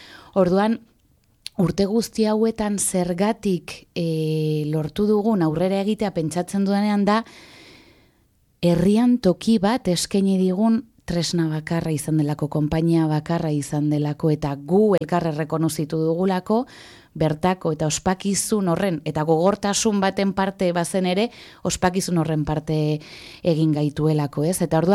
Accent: Hondarribia, Basque Country, Spain; Eta ni banaiz Hondarribian jaio eta hazi den, baina inoiz Hondarribiartasun puru hori etzeukan pertsona horietako bat

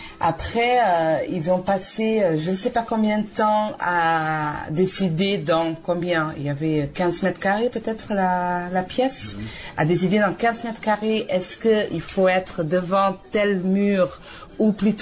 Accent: Curaçao; now in Bayonne, France; je suis originaire de Curaçao, les Antilles hollandaises, et j'habite à Bayonne depuis février 2010.

